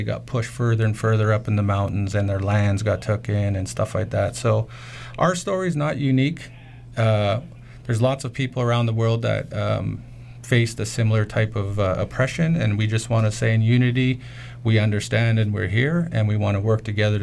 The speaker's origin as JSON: {"language": "English", "town": "Vancouver", "region": "British Columbia", "country": "Canada", "tie": "born or raised there", "said": "So I was from the Vancouver Chinatown."}